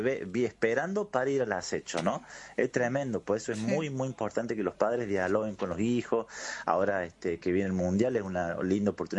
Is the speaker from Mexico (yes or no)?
no; Argentina; Imagínate todo lo apasionado que somos los argentinos en el fútbol.